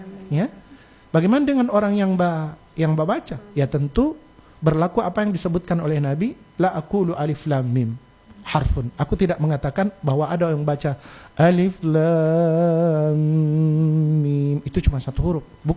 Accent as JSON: {"language": "Indonesian", "region": "Gorontalo", "country": "Indonesia", "said": "kita orang Gorontalo"}